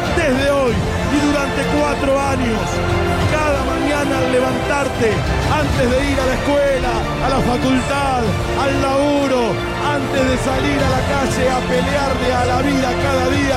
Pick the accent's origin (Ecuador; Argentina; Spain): Argentina; Somos argentinos y hacemos de la resiliencia nuestra bandera.